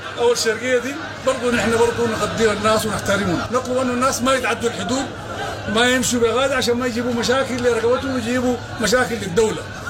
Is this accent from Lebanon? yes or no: no; Sudan; الناس اللي بغادي نحن برضه سودانيين قطعوا بهناك